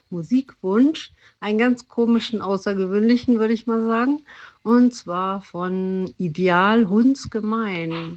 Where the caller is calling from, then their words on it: Braunschweig, Lower Saxony, Germany; Schöne Grüße aus Braunschweig